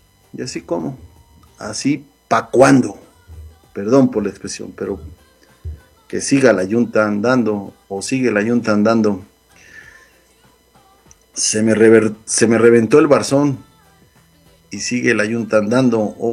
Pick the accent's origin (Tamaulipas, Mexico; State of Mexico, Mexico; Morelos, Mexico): Morelos, Mexico; Yautepec; de donde yo soy, del municipio de Yautepec